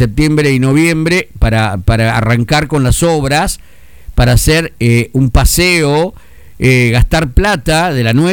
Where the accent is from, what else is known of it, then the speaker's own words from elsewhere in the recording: Santa Fe, Argentina; somos los santafesinos cara de boludo